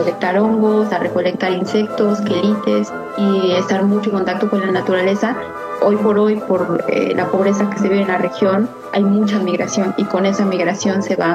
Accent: Oaxaca, Mexico; born there

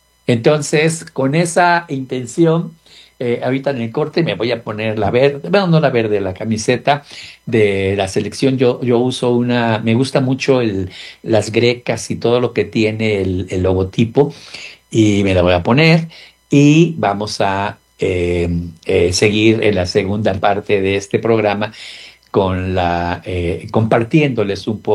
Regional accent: Mexico; Como mexicano me siento orgulloso de ello.

